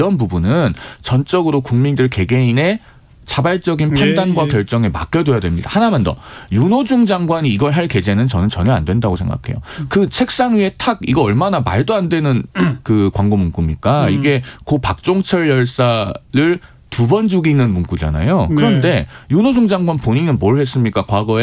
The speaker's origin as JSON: {"language": "Korean", "town": "Suncheon", "region": "South Jeolla", "country": "South Korea", "tie": "born or raised there", "also_born_or_lived": "Gwangju", "moved": "yes", "said": "제가 고향이 전남 순천이고요. 주민등록상 출생지는 제가 광주입니다."}